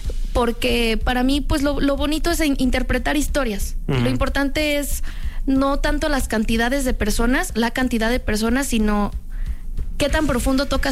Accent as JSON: {"language": "Spanish", "country": "Mexico", "also_born_or_lived": "United States", "lives_now": "Brazil", "said": "en español, pues porque soy mexicana, amo mi país y es un bolero que hice con todo el amor y todo el cariño mientras estudiaba en Estados Unidos, de hecho."}